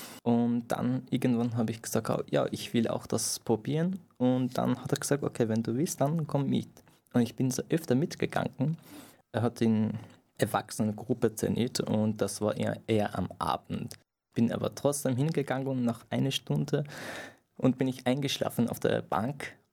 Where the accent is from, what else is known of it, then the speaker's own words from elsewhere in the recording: Iran; first language Persian; German is a second language; now in Germany; Na, also ich bin im Iran geboren, aufgewachsen in einer kleinen Stadt